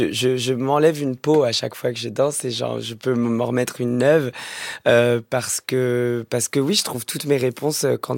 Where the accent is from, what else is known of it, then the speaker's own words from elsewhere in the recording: France; Non, pas trop, mais c'est pas grave parce que en fait, on est français